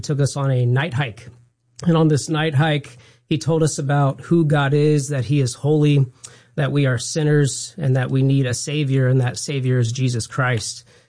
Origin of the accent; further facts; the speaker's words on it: Sacramento, California, United States; So, yes, I was born here in Sacramento, raised here.